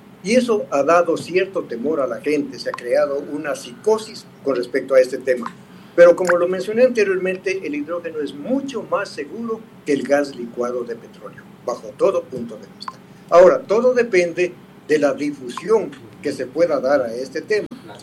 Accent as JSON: {"language": "Spanish", "country": "Ecuador", "said": "Soy un ciudadano ecuatoriano. Mucho orgullo, mucha honra."}